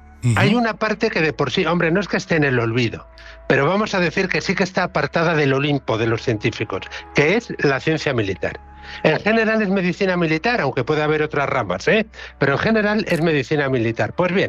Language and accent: Spanish; Spain; porque somos españoles y los españoles tratamos así a nuestros próceres, las cosas como son.